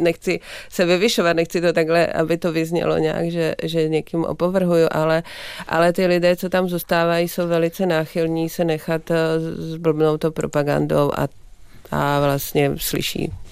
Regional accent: Martin, Žilina Region, Slovakia; ale v tom Martině, kde jsou ty hory, Martinské hole a malá velká fatra kolem dokola

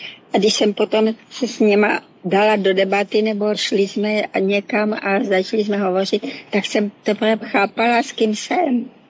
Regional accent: Moravia, Czechia

